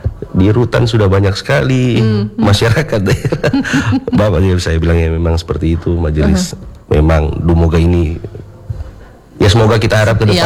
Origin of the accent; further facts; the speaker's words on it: North Sulawesi, Indonesia; Sebagai orang Sulawesi Utara juga ya pasti sering dengar ya.